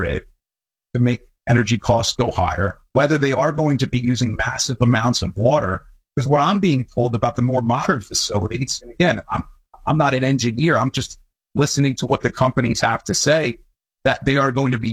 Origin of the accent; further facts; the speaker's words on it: Vineland, New Jersey, United States; Yes, it's in my hometown of Vineland.